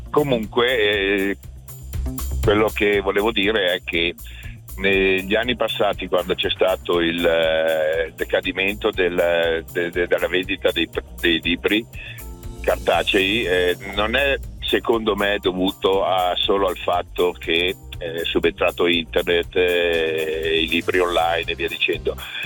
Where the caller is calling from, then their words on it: Pavia, Lombardy, Italy; Io abito a Pavia, però giro un po' tutta Italia, un po' tutta l'Europa